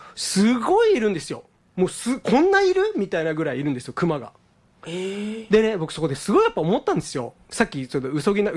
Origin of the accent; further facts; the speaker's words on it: Yame, Fukuoka, Japan; これが八女に。で僕はそこで育ったんですよ。